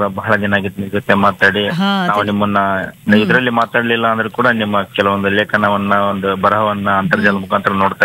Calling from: Karnataka, India

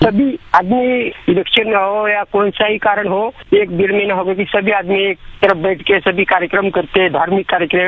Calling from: Khandagaon, Maharashtra, India; नांदेड़ महाराष्ट्र से बोल रहे हैं। नांदेड़ से हमारा गांव 60 किलोमीटर है।

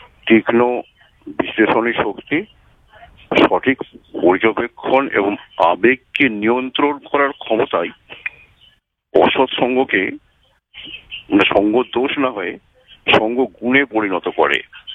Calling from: Kolkata, West Bengal, India; বেহালা থেকে … কথা বলছি।

